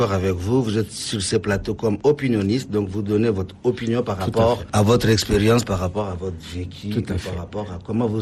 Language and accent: French; Chad; chez nous au Tchad